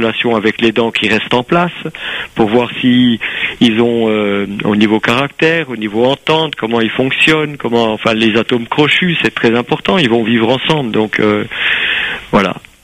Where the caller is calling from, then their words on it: Perpignan, Occitanie, France; Moi, je suis à Perpignan.